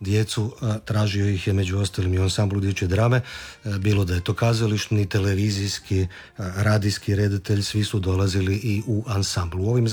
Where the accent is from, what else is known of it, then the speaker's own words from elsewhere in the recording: Zagreb, City of Zagreb, Croatia; accent: Zagreb; moji su svi naglasci bili zagrebački